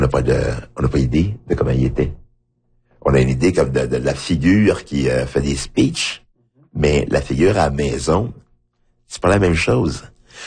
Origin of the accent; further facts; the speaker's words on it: Haiti; Je dis, oui, je viens d'Haïti, mais je suis en Haïti, mais qu'est-ce que ça veut dire?